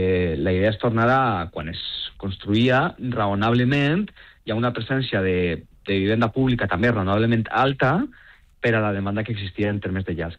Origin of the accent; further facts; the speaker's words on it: Valencia, Valencian Community, Spain; com jo soc del Cabanyal, conec molt bé el cas del Cabanyal, perquè és el barri del que soc jo no visc allà ja, però he viscut allà, no?